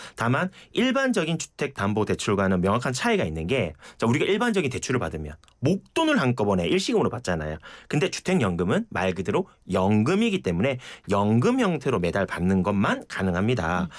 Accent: Geoje, South Gyeongsang, South Korea; now in Seoul, South Korea; 제 고향이 거제잖아요.

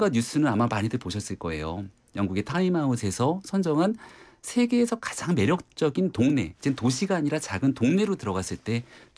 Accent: Seoul, South Korea; 태어나기 서울에서 태어났고요.

